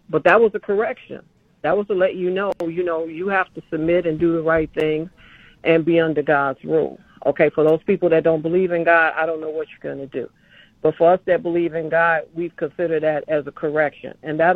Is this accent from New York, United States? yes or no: no; Chicago, Illinois, United States; now in Chapel Hill, United States; Okay. Yeah, I'm from Chicago.